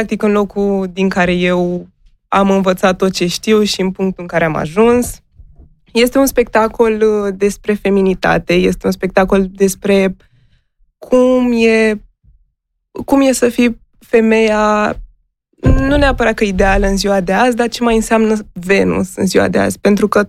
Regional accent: Craiova, Dolj, Romania; now in Bucharest, Romania; Eu m-am mutat din Craiova în București și...

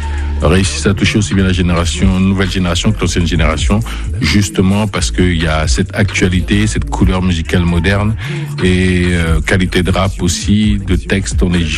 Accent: France; also born or lived in Congo; Je suis né au Congo, j'ai grandi en France

